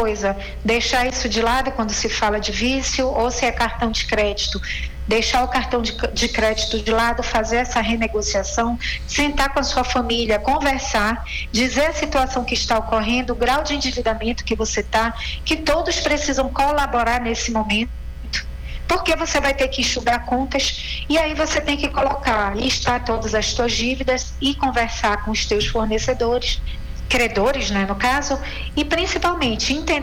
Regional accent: Brazil; eu sou brasileira.

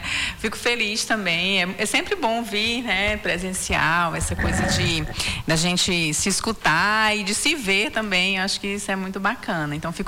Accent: Acre, Brazil; born there

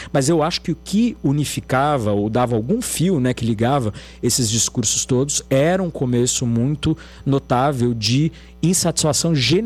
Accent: Jaú, São Paulo, Brazil; Eu sou de Jaú, no interior do estado de São Paulo.

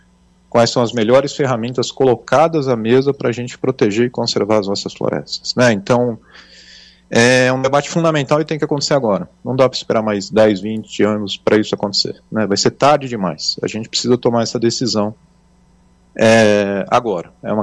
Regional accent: Brazil

